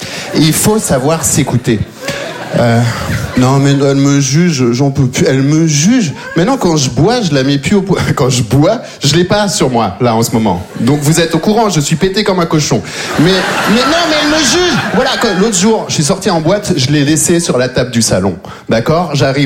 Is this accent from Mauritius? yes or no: no; Belgium; born or raised there